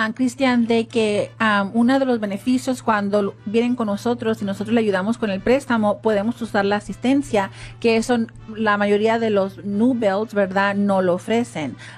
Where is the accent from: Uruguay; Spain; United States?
United States; Riverside, California; Yo crecí en California, Juan.